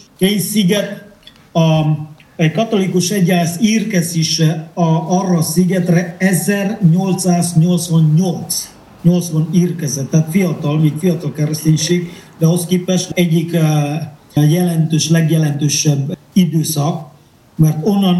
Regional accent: Indonesia; born there; Hungarian is a second language; moved away; Eddig az egész szigeten a minden plebános minden plebános csak holland papok voltak. Én gyermekkoromban is így nőttem föl holland plebánosok mellett.

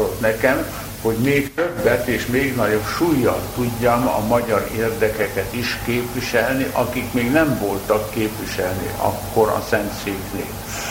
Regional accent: Hungary; moved away; én a magyar vagyok

